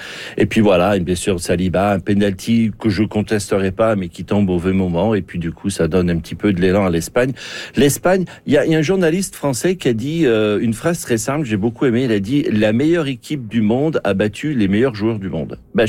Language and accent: French; France; en tant que Français